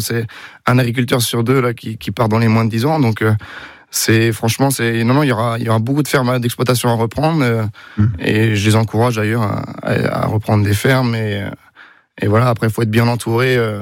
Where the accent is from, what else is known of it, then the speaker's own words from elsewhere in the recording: Saint-Berthevin, Pays de la Loire, France; Donc, moi, j'ai grandi à Saint-Berthevin, auprès de Laval.